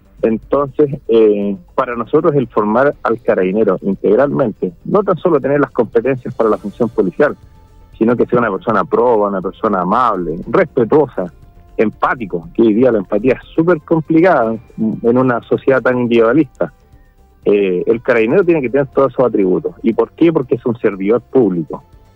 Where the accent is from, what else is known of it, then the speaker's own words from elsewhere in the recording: Chile; Somos de la comunidad y somos chilenos.